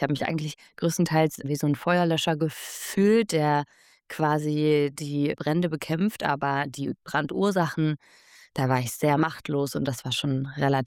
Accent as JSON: {"language": "German", "region": "East Germany", "country": "Germany", "tie": "born or raised there", "said": "meine eigene Biografie und Erfahrung als junge Frau, die aufgewachsen ist in Ostdeutschland. Und dann bin ich nach Leipzig gezogen und habe am Literaturinstitut studiert"}